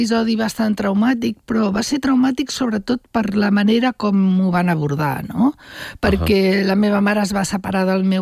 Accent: Catalonia, Spain; accent: Catalan; jo quan surto tinc accent català, parlo castellà, i la major part de les coordenades les tinc d'aquí

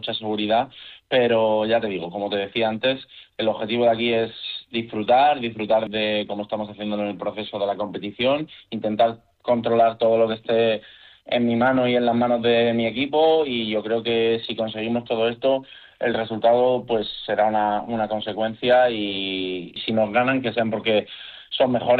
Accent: Torrevieja, Valencian Community, Spain; Por ejemplo, en Torrevieja, que es de donde yo soy

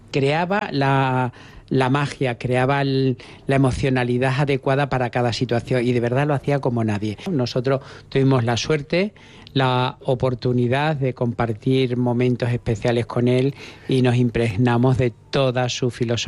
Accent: Extremadura, Spain; cómo somos los extremeños, cómo comemos, cómo vivimos.

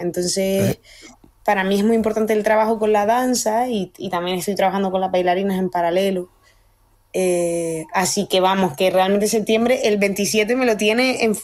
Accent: Canary Islands, Spain

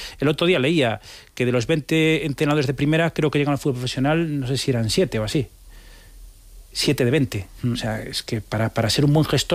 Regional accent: Vigo, Galicia, Spain; Si soy de Vigo

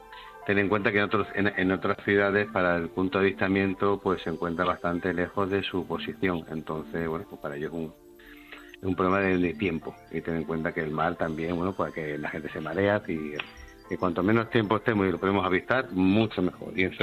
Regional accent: Ceuta, Spain; en Ceuta tenemos una costa muy muy grande

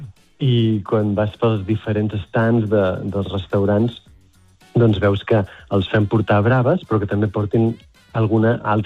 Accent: Girona, Catalonia, Spain; born there; Li dius a un de Girona, que jo vaig néixer a Girona

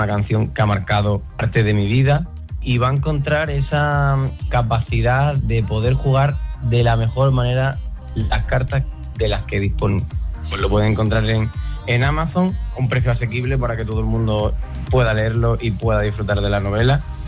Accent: Sierra de Fuentes, Extremadura, Spain; Sí, la verdad que he estado trabajando como fisioterapeuta 7 años en mi pueblo, en Sierra de Fuentes, que tuve una clínica, y como bien dice, es una de mis pasiones.

